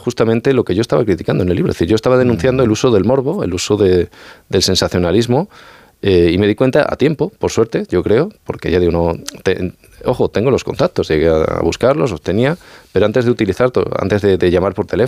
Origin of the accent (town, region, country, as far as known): Extremadura, Spain